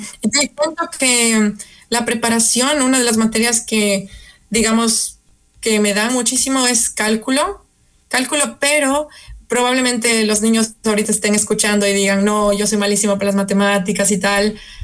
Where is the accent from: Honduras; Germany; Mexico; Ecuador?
Ecuador; now in Warsaw, Poland; en mi año soy la única ecuatoriana que está estudiando ingeniería aeroespacial